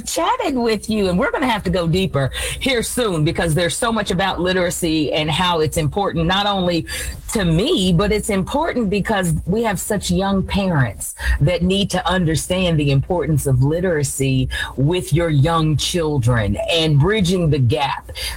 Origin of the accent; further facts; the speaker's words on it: the South, United States; I'm from the South. So Juneteenth has been a part of what we do, but we do it on the 8th of August.